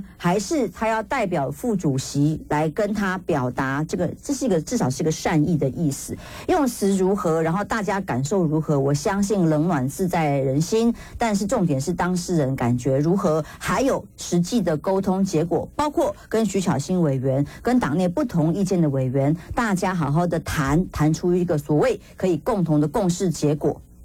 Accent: Taiwan

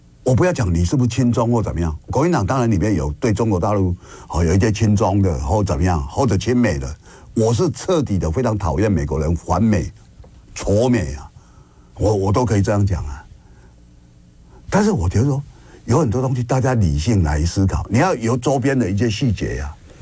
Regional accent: Kinmen County, Taiwan; 我是福建金门人嘛。这个就是我的家嘛

